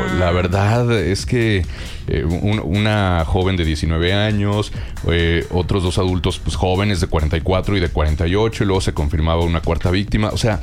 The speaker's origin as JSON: {"language": "Spanish", "country": "Mexico"}